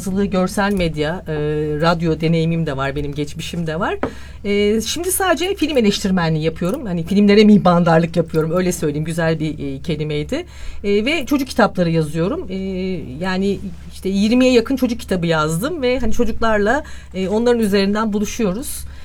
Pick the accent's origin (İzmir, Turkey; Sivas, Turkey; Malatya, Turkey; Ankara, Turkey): Sivas, Turkey; moved away as an adult; film eleştirmeniyim aslında. Ve Sivaslıyım.